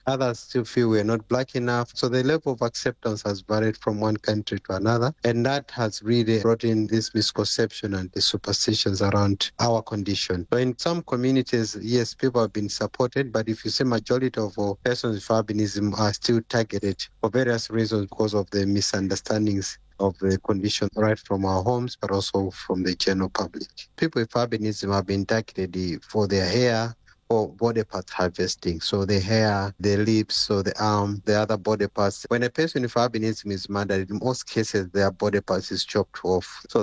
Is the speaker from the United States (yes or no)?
no; Malawi; Growing up as a person with albinism in Malawi, I faced such experiences right from school, and in our family, we are also three children with albinism.